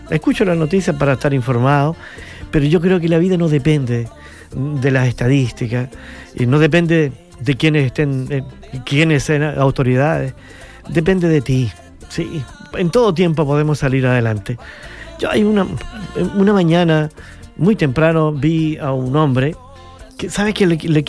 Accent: Chillán, Ñuble, Chile; Bueno, Chillán es mi tierra en realidad. Aquí estudié, aquí crecí, aquí he emprendido, aquí he hecho familia, en fin. Todo lo he hecho aquí en Chillán, aunque he vivido, hoy les quiero compartir que he vivido en varias ciudades.

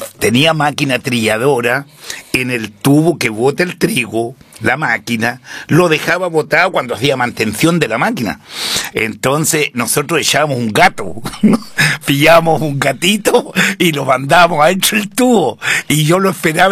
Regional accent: Chile; mi primer amigo que yo tuve fue Guillermo, porque nos criamos juntos ahí en la COPEC.

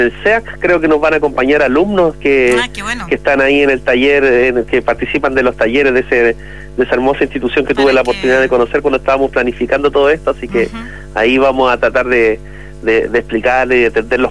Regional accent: Santiago, Santiago Metropolitan Region, Chile; moved away as an adult; now in Valparaíso, Chile; yo soy de Santiago, pero vivo hace 5 años en Valparaíso

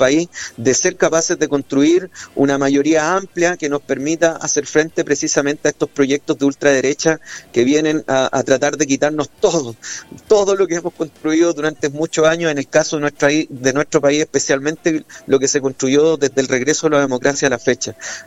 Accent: Rapel, O'Higgins, Chile; muy especialmente a los vecinos de Rapel, mi pueblo

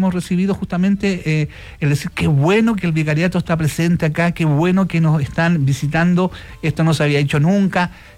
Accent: Chile; a propósito del país que construimos todos juntos como chilenos

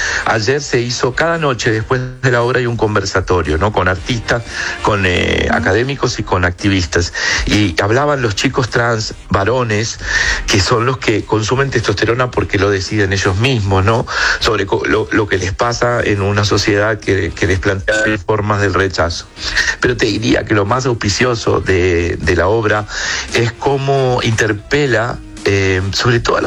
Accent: La Unión, Los Ríos, Chile; born there

